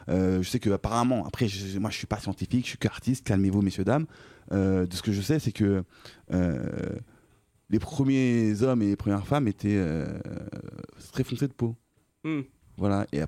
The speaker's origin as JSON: {"language": "French", "country": "France", "said": "Oui, ça va. Je suis français aussi, donc ça va."}